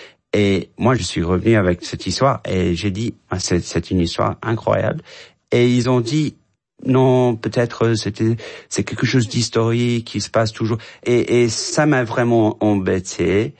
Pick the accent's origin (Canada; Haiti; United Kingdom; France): United Kingdom; London; French is a second language; moved away; moi je suis grec d'origine, j'ai grandi à Londres et je parlais français assez bien